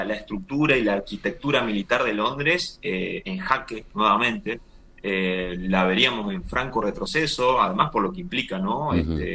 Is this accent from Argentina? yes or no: yes; Argentina